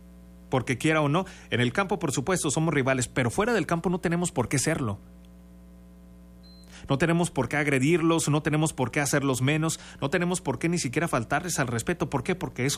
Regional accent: Mexico

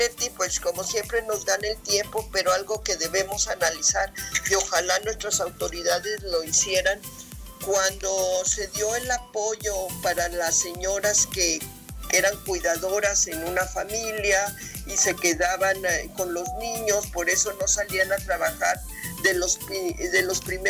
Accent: Mexico

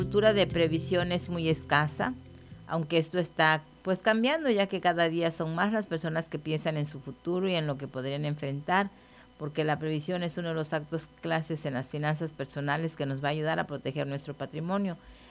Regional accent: Chile; a escuchar con banda de mi tierra chilena

